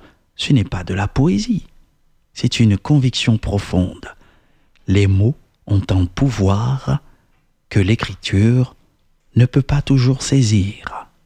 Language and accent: French; Côte d’Ivoire; born there; moi, je suis né en Côte d'Ivoire.